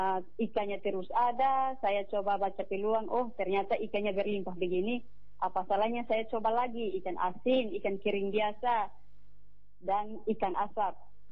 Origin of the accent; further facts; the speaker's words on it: Kolbano, East Nusa Tenggara, Indonesia; saya orang asli Kolbano dan setelah wisuda, setelah tamat sarjana, saya kembali ke kampung.